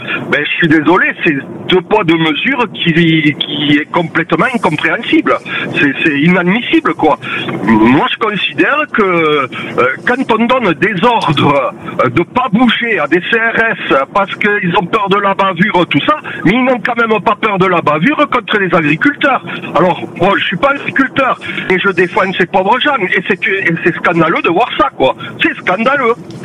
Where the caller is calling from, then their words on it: Occitanie, France; je suis en Ariège